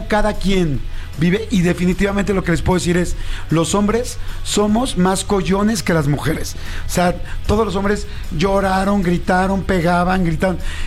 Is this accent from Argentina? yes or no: no; Mexico; Yo estoy muy feliz y agradecido como mexicano con Soriana por lo que han hecho con el Teletón